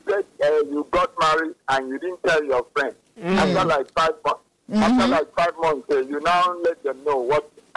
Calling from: Calabar, Cross River, Nigeria; I'm calling from Calabasa precisely.

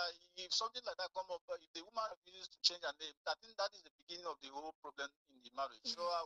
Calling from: Nigeria; calling you from Unica.

